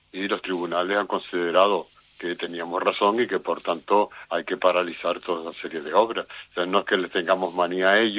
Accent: Canary Islands, Spain

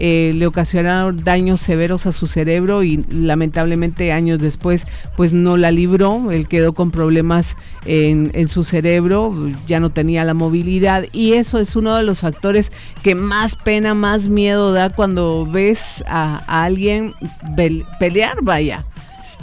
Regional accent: Guatemala

